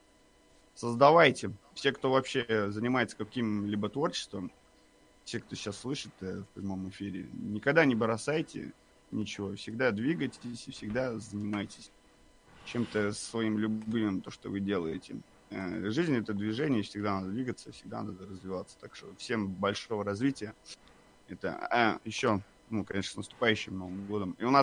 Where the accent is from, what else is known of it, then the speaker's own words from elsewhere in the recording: Russia; born there; Я это... благодарен, конечно, судьбе, что я родился именно в России.